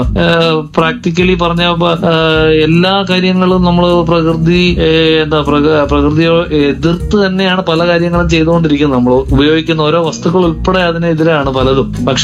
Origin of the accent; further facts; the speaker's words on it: Thiruvananthapuram, Kerala, India; also born or lived in Kuttanad; ഞാൻ ഞങ്ങളിപ്പോ ജീവിക്കുന്ന തിരുവനന്തപുരത്താണെങ്കിലും ഞാൻ പഠിച്ചു വളർന്നൊക്കെ വേണ്ടതാണ്